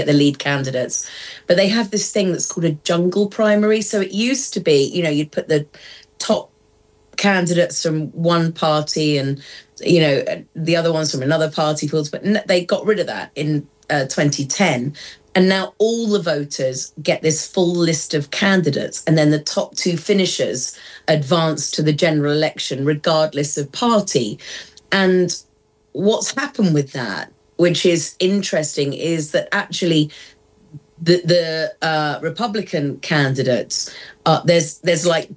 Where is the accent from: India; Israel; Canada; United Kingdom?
United Kingdom; now in United States; As a Brit, like, I'm sorry, and also an American who gets to vote.